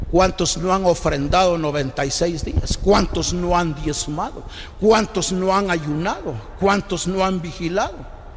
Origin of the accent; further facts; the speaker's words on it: Guatemala; Soy guatemalteco.